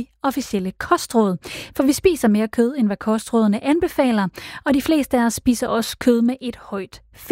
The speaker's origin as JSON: {"language": "Danish", "region": "North Denmark Region", "country": "Denmark", "said": "nogle af os nordjyder"}